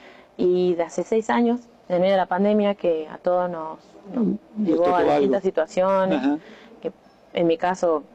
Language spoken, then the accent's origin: Spanish; Salta, Argentina; born there; contarte que en realidad soy salteña de nacimiento, ajá, pero por herencia familiar no soy de Argentina.